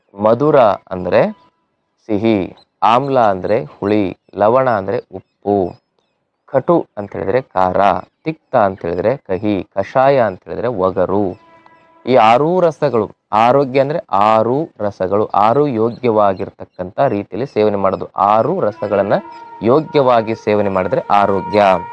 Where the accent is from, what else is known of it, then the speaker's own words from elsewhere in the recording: Karnataka, India; ನಮ್ಮೂರ ಕಡೆಗೆ, ನಮ್ಮ ಉತ್ತರ ಕರ್ನಾಟಕದಲ್ಲಿ ಗುರೆಳ್ ಚಟ್ನಿ ಅಂತಾರೆ